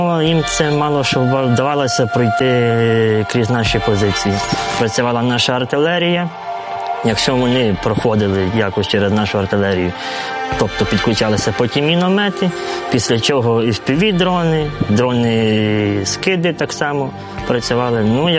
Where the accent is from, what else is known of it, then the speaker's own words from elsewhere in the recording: Sambir, Lviv Oblast, Ukraine; Родом я з Львівської області, з міста Самбір.